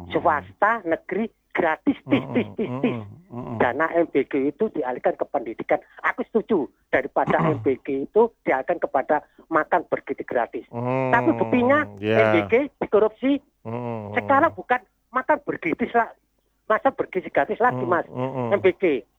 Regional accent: Indonesia; Kalau saya ini lahir di Indonesia, besar di Indonesia, insya Allah mati pun di Indonesia.

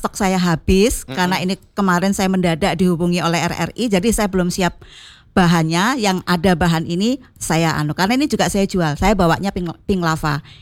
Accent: Java, Indonesia; kami ini orang Jawa, Bapak itu orang Jawa.

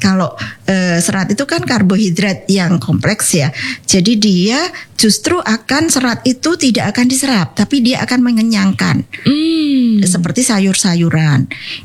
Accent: Semarang, Central Java, Indonesia; kita orang Semarang biasa suka kerupuk ya.

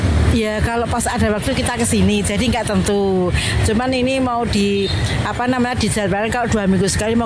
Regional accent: Indonesia; Saya warga Macanan asli Mbak.

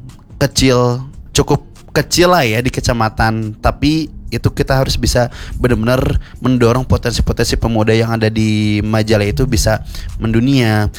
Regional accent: West Java, Indonesia; born there; aku memilih untuk bisa berkontribusi di kecamatan di daerah kelahiranku sendiri

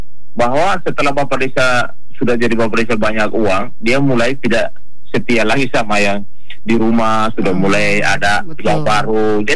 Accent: East Nusa Tenggara, Indonesia; Karena saya ini orang Nusa Tenggara Timur

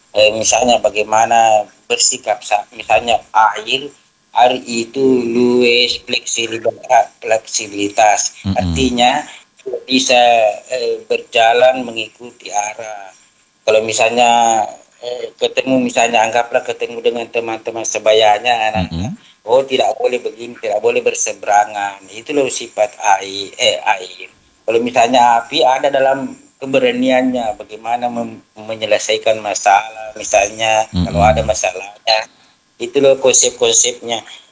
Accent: South Sulawesi, Indonesia; saya selalu sampaikan kepada teman-teman kalau ada kegiatan bahwa sebagai orang Bugis perlu diberikan anak-anak konsep-konsep ini di sela-sela mata pelajarannya.

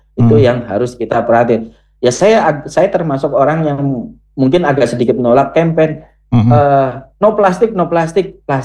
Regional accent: Central Java, Indonesia; accent: Javanese Ngapak; Kita wong Jawa Tengah ngomongnya Jowo

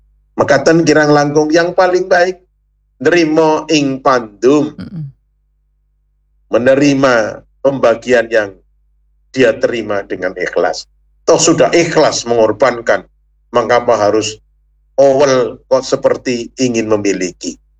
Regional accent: Banyumas, Central Java, Indonesia; Nah, maka sebaik-baiknya bahasa kita orang Banyumas tidak ngarani.

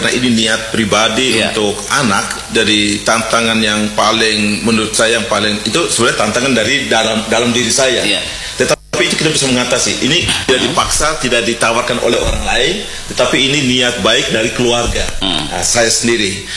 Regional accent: Wamena, Highland Papua, Indonesia; Dulu saya masih lihat kami budaya kami orang Wamena itu di ujung rotan itu

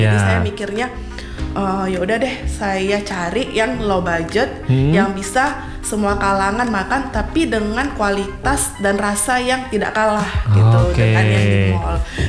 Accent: Medan, North Sumatra, Indonesia; moved away as an adult; now in Batam, Indonesia; asal saya dari Medan.

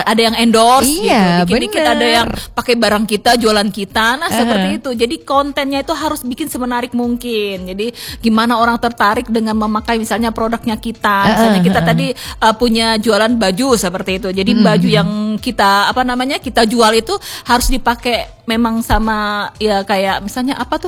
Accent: Palembang, South Sumatra, Indonesia; Mau ke pasar 16 nih, kita orang Palembang.

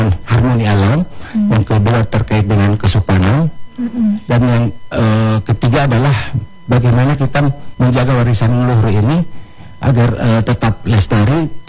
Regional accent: Gorontalo, Indonesia; bahwa kita orang Gorontalo itu harus harmoni dengan alam. Sampai itu di dalam bahasa Gorontalo kita ada istilah mupemulo.

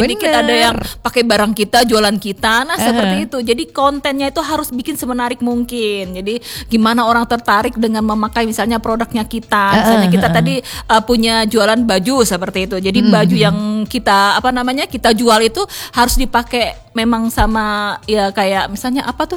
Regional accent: Palembang, South Sumatra, Indonesia; kita orang Palembang.

